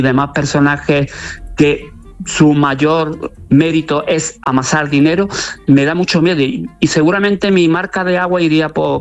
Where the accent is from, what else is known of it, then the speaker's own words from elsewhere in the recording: Córdoba, Andalusia, Spain; el del niño de barrio en Córdoba, en mi ciudad natal, ese niño de San Agustín, de San Lorenzo, que vivía en una familia terriblemente humilde